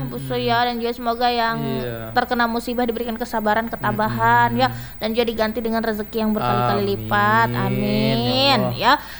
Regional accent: Samarinda, East Kalimantan, Indonesia; Asli di sini aja.

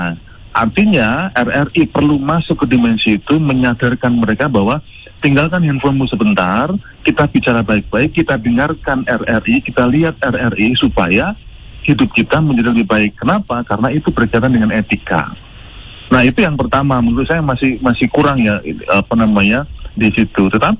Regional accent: Yogyakarta, Special Region of Yogyakarta, Indonesia; karena saya dari Jogja ya

